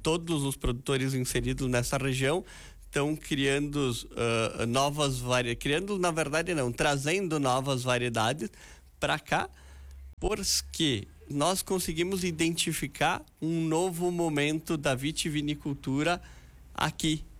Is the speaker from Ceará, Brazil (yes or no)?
no; Bento Gonçalves, Rio Grande do Sul, Brazil; Eu sou natural de Bento Gonçalves.